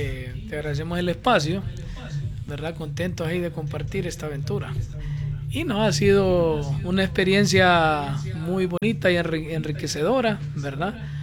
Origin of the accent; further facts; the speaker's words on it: Tegucigalpa, Francisco Morazán, Honduras; yo nací en La Cañada, viejo. ¿Verdad? Es una aldea cercana a la Kennedy. Menciono a la Kennedy porque es una colonia popular, ¿verdad? Ya somos ochenteros, ya días estamos por acá. Entonces, bueno, por ahí nací